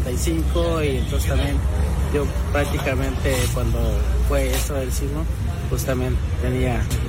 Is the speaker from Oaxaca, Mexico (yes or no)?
yes; Santiago Azteca, Oaxaca, Mexico; soy de País de México, el estado de Oaxaca y de la comunidad de Santiago Azteca.